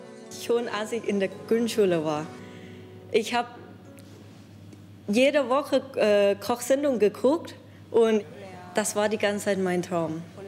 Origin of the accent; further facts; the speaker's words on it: Thailand; now in Germany; Ich komme aus Thailand.